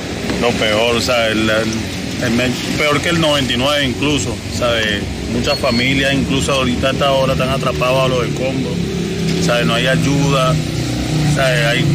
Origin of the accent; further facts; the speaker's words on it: Venezuela; porque humanamente como venezolanos estamos para eso, para apoyarnos.